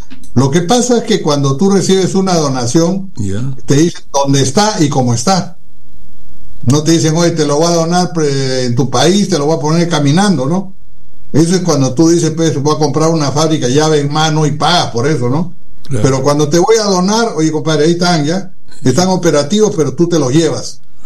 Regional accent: Peru; ¿Qué egoístas somos los peruanos?

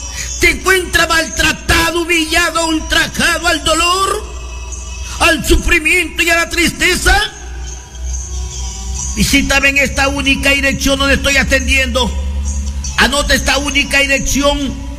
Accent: Huancabamba, Piura, Peru; que vengo directamente de la Guaringa de Huancabamba, provincia de Piura, Perú

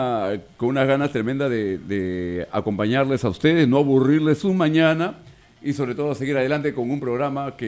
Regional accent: Lurín, Lima, Peru; ¿tú de qué parte eres? El Lurín.

